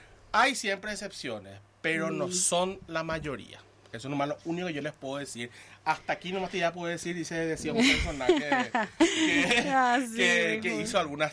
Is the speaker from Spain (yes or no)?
no; Paraguay; nosotros como servidores públicos y como paraguayos también tenemos que contar las cosas buenas que se hacen.